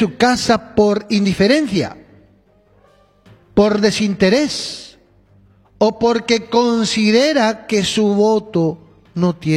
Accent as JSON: {"language": "Spanish", "country": "Paraguay", "said": "como ciudadano paraguayo, considero realizar una reflexión constitucional."}